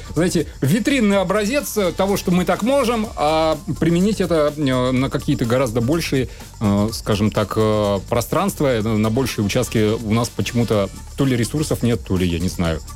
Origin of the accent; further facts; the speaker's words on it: Polyarny, Murmansk Oblast, Russia; now in Murmansk, Russia; я просто вырос не в Мурманске, а в Полярном